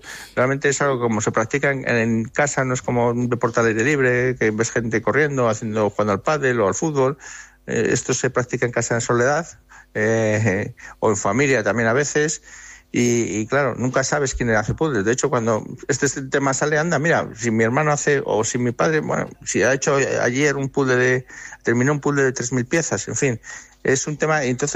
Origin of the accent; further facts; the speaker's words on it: Valladolid, Castile and León, Spain; las personas que lo hemos promovido somos de aquí, de Valladolid.